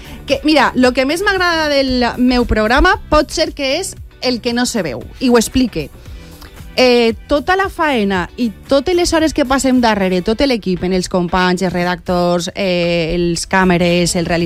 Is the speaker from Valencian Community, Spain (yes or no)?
yes; Quart de les Valls, Valencian Community, Spain; born there; also born or lived in Puçol; Jo és que tinc dos pobles. Ah, bueno. Que això que es quede clar perquè no vull que ningú se m'enfadi. Vale. Jo soc nascuda en Pusol i m'ha criat allí 6 anys, però jo després me n'he anat a viure a Quart de les Valls i ne porte 40 allí.